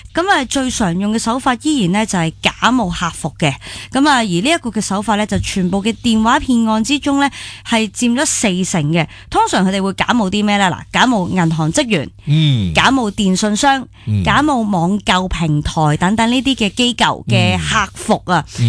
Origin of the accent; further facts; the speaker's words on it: Hong Kong; 香港人真的很醒的嘛。